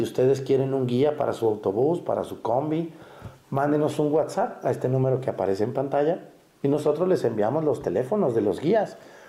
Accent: Mexticacán, Jalisco, Mexico; cuando quieran ir a Mexicacán, a mi pueblo

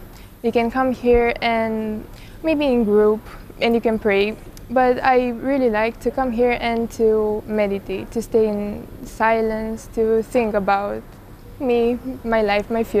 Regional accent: Romania; English is a second language; I'm from Romania.

